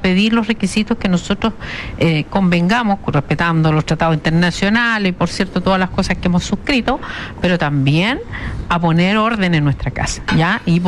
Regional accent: Biobío, Chile; Ya yo soy de Biobío y tenemos migración mucho más en Los Ángeles

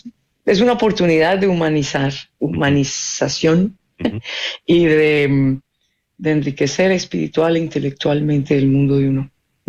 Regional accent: Cali, Valle del Cauca, Colombia; also born or lived in Chile; now in Netherlands; cerrando en mi ciudad natal, en Cali

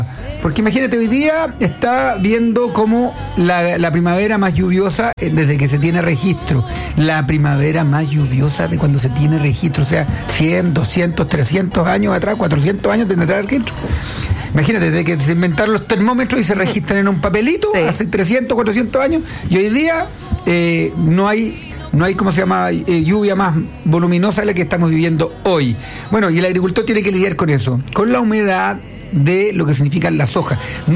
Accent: Chile; Y la experiencia que tenemos nosotros como agricultores chilenos

